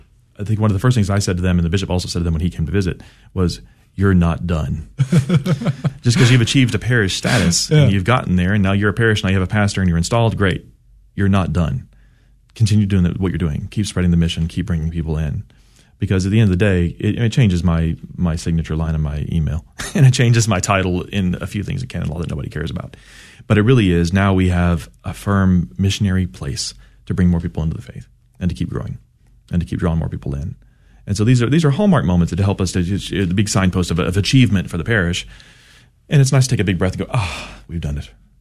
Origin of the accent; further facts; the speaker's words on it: Cedar Hill, Texas, United States; also born or lived in Dallas, Texas; I was born in Dallas. I could see literally the place I was born outside the window. I grew up in Cedar Hill where we were a missionary church in a barn.